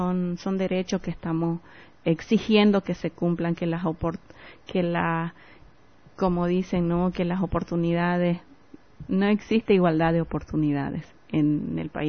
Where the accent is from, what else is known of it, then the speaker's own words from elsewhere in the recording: Bolivia; si hablo del territorio de donde yo vengo, no hay luz, no hay agua